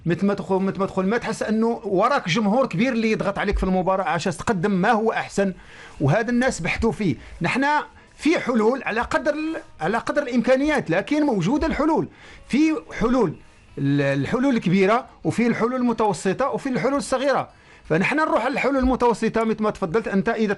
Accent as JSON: {"language": "Arabic", "country": "Qatar", "said": "عندنا في قطر"}